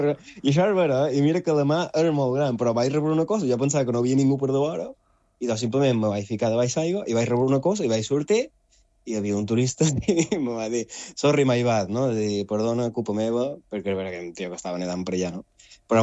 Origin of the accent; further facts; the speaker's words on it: Balearic Islands, Spain; com a mallorquí, com a resident de l'illa